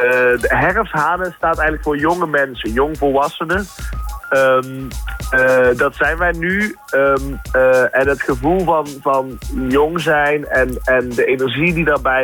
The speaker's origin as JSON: {"language": "Dutch", "region": "Limburg", "country": "Netherlands", "said": "Ja, overal en nergens proberen we te zijn, maar we komen dus een beetje uit Limburg."}